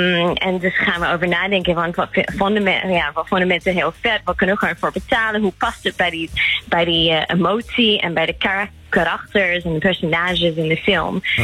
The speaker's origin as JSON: {"language": "Dutch", "country": "Australia", "second_language": "Dutch", "said": "Nee, ik kom uit"}